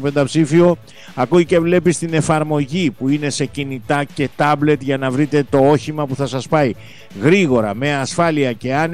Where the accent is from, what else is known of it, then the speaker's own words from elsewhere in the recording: West Greece, Greece; Καλημέρα στην πατρίδα μου την Αιτωλοακαρνανία, στο Μεσολόγγι, στο Αγρίνιο, στα χωριά.